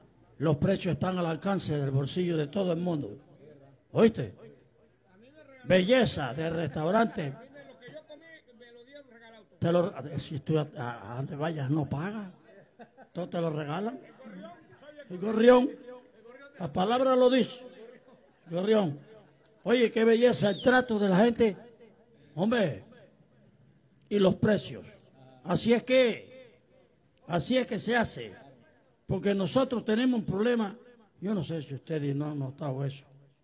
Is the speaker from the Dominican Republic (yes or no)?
no; Panama; Somos panameños.